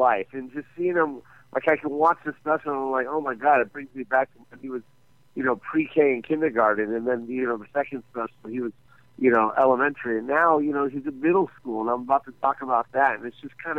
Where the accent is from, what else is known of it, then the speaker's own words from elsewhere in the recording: Las Vegas, Nevada, United States; And then that's my hometown, too, so.